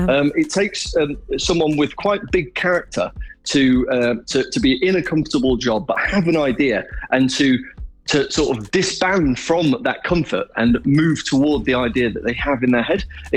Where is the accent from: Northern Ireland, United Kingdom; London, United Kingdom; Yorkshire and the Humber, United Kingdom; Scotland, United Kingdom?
Yorkshire and the Humber, United Kingdom; Sheffield; I am from Sheffield.